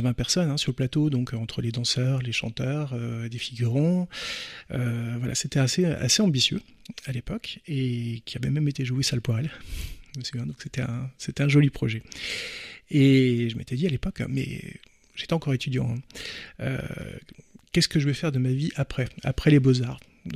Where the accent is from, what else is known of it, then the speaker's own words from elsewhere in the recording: Nancy, Grand Est, France; moved away as an adult; also born or lived in Paris; Moi, je suis originaire de Nancy.